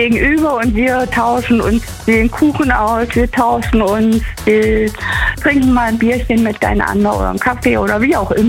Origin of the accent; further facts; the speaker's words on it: Magdeburg, Saxony-Anhalt, Germany; born there; also born or lived in Ulm; now in Landkreis Günzburg, Germany; Gebürtig bin ich aus Magdeburg, aber ich lebe seit 20 Jahren im Landkreis Günzburg und vorher in Ulm und Umgebung.